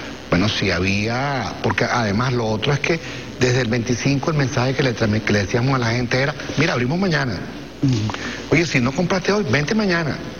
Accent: Venezuela; cómo somos los venezolanos.

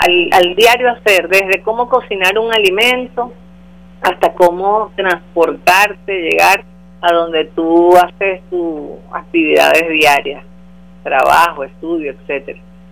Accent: Venezuela; como pueblo venezolano nos sumemos

